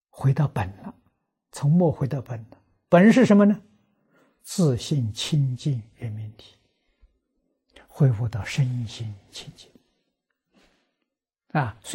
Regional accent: China; 所以我们中国人共弥勒菩萨。

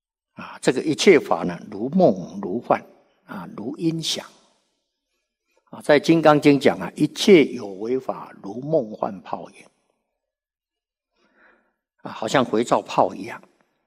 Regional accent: China; 我们中国人呐、啊，读了都不懂，你再去翻译给外国人，那外国人他更不懂了。

